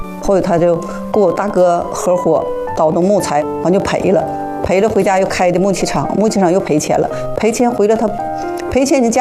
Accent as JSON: {"language": "Chinese", "region": "Northeast China", "country": "China", "said": "我们也是我们老家，但他好像是河北的，上我们东北那边去了。"}